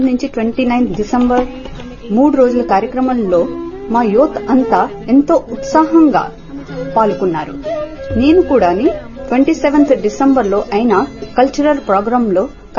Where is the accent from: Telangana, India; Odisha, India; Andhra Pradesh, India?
Odisha, India; Bhubaneswar; నేను ఒడిశా భువనేశ్వర్ నుండి వచ్చాను.